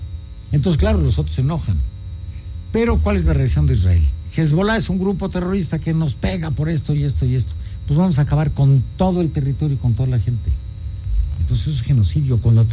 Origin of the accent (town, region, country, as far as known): Mexico